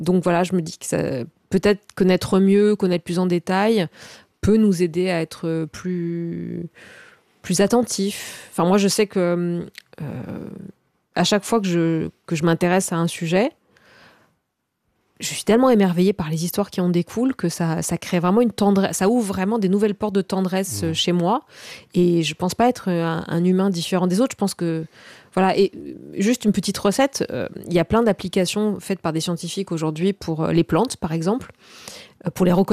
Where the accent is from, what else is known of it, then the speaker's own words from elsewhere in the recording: Corsica, France; moi je suis donc originaire de Corse et de moyenne montagne, de Castagniccia.